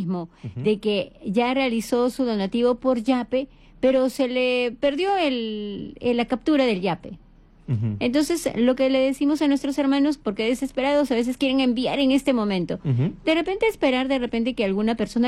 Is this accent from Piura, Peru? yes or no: no; Apurímac, Peru; Somos de Apurímac